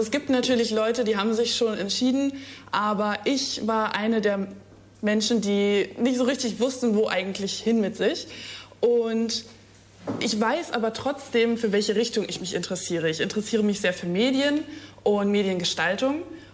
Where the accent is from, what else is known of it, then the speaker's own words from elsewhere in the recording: Eberswalde, Brandenburg, Germany; moved away as an adult; now in Bremerhaven, Germany; ich komme aus Eberswalde. Das ist eine Stadt in der Nähe von Berlin.